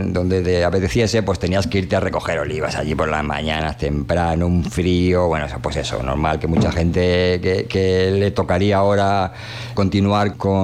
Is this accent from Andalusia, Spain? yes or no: no; Toledo, Castilla-La Mancha, Spain; Bueno, pues las Tierras Medias, que nací en Toledo. Toledo, capital del reino donde nunca se pone el sol, si mal no recuerdo.